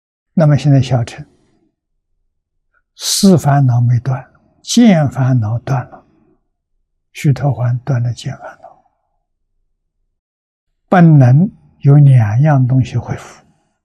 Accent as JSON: {"language": "Chinese", "country": "China", "said": "那我们中国人叫成见，经教里头叫他做见取见跟戒取见。"}